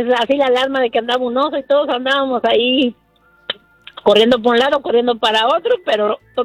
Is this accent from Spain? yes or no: no; Aguascalientes, Mexico; Somos paisanos, somos de Aguascalientes también.